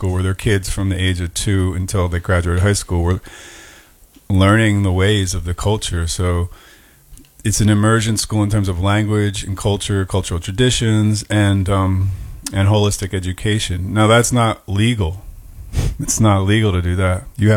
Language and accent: English; Ireland; English is a second language; I mean, here we are speaking English. I'm Irish. It's not what I'm supposed to be speaking.